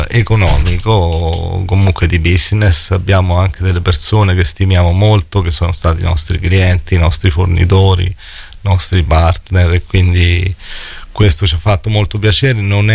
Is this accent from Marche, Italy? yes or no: yes; Marche, Italy; sono marchigiano, siamo abituati a lavorare molto a testa bassa, non frequentiamo salotti o eventi